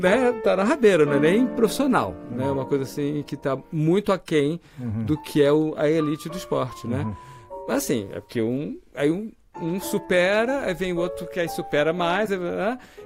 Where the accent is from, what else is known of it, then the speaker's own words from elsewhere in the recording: Rio de Janeiro, Brazil; Eu sou do Rio.